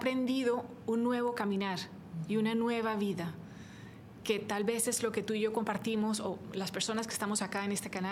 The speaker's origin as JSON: {"language": "Spanish", "country": "Colombia", "moved": "as an adult", "lives_now": "Miami, United States", "said": "colombiana, soy diseñadora de interiores y hago decoración. Vivo aquí en Miami hace 26 años"}